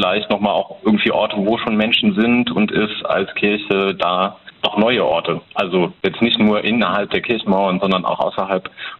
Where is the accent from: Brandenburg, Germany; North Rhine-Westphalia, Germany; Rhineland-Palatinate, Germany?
Rhineland-Palatinate, Germany; Trier; also als ich hier ankam, also ursprünglich komme ich aus Trier. Die Trierer sind ja eher so ein bisschen zurückhaltender.